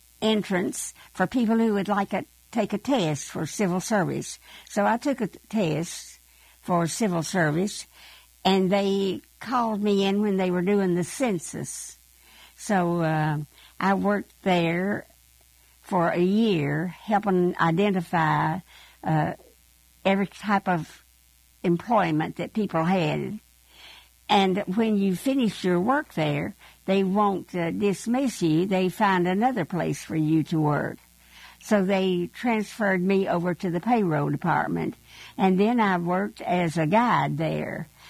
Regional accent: Elizabethton, Tennessee, United States; now in Johnson City, United States; I grew up in Elizabethton.

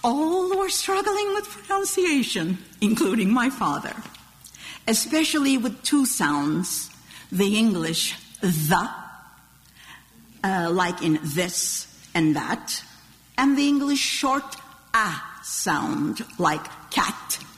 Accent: Turkey; when I was growing up in Turkey

